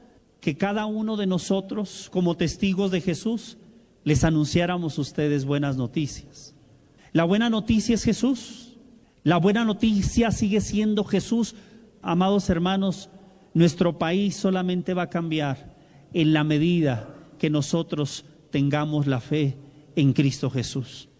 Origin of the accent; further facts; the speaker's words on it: Mexico; now in Los Angeles, United States; hemos venido un grupo de hermanos desde Los Ángeles, inmigrantes que salimos de nuestro país, los que somos de México, salimos de México